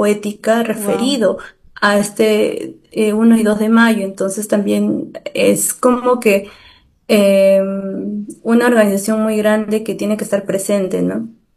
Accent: Pasco, Peru; somos de Pasco

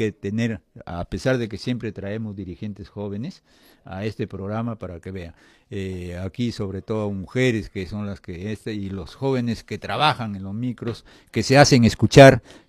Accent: Piura, Peru; Yo soy piurano.

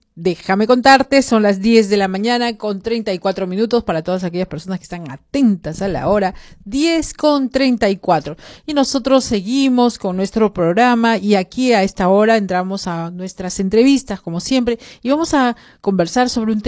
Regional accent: Piura, Peru; Yo soy de Piura

